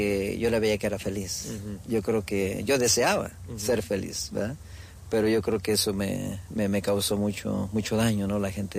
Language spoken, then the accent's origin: Spanish; Mexico City, Mexico; Bueno, yo soy mexicano, vengo de una familia grande en la ciudad, nací en la Ciudad de México.